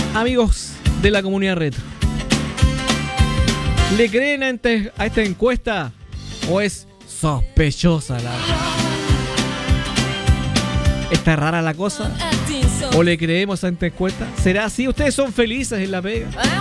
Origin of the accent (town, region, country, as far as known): Chile